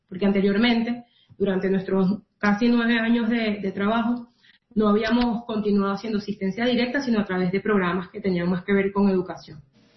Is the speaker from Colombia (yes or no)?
no; La Guaira, Venezuela; nosotros somos de La Guaira